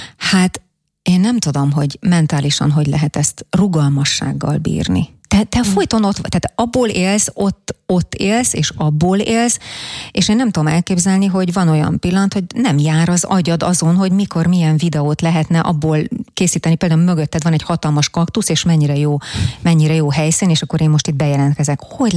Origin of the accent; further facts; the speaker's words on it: Jászfelsőszentgyörgy, Jász-Nagykun-Szolnok, Hungary; born there; Én falum Jászfalsószentgyörgy